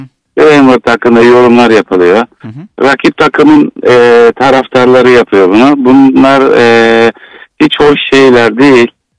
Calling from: Izmir, İzmir, Turkey; İzmir'den

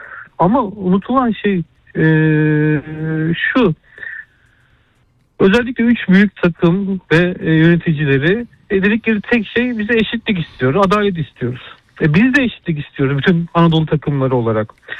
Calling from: Istanbul, Turkey; ben İstanbul'dan

